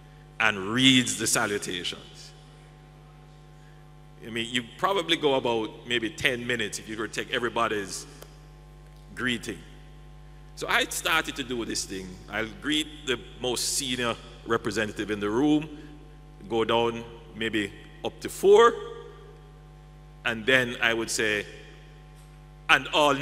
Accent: Jamaica; Maybe it is just the exceptional ambition being a Jamaican.

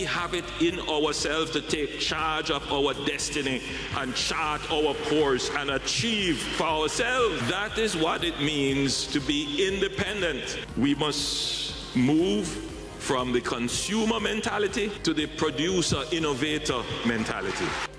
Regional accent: Jamaica; Maybe it is just the exceptional ambition being a Jamaican, but I truly believe we have all the characteristics and assets to achieve that ambition.

